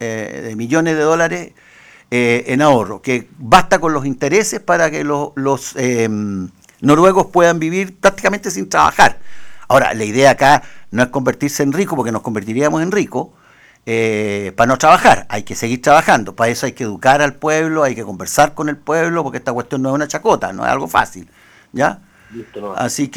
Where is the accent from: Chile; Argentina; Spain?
Chile; Si tan tontos no somos los chilenos